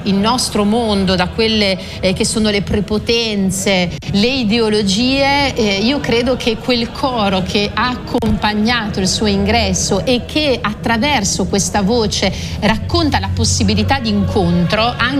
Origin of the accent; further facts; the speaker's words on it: Rimini, Emilia-Romagna, Italy; lo diciamo da riminese